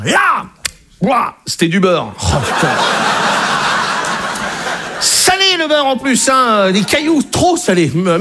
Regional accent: Brittany, France

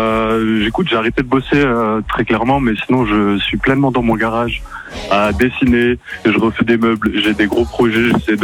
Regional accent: Crozet, Auvergne-Rhône-Alpes, France; Moi, je suis de l'Ain, dans le 01.

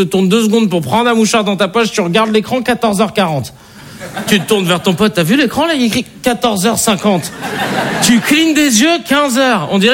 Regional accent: Paris, Île-de-France, France; Je vais me présenter très rapidement. Vous savez, j'ai grandi à Paris dans le 19e, et ensuite j'ai déménagé dans une ville qui s'appelle Arcueil, au sud de Paris.

